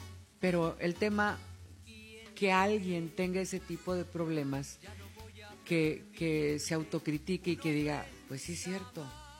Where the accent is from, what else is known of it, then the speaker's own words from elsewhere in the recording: Monterrey, Nuevo León, Mexico; moved away as an adult; now in Mexico City, Mexico; Siempre que vengo a Monterrey. Bueno, yo soy regia, pero aquí están mis raíces, aquí está mi familia, mis hermanos, mis hijos, todo mundo.